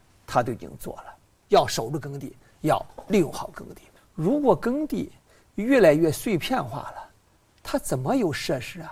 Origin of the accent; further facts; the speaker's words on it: Henan, China; moved away as an adult; now in Beijing, China; 是我们这些纯农区，你像我是作为河南人哈，我们那里边这个条件远远比不上的